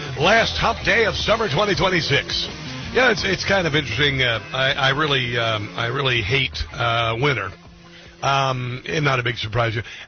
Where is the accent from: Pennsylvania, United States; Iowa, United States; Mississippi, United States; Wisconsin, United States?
Iowa, United States; especially in your upper Midwest where I'm from Iowa.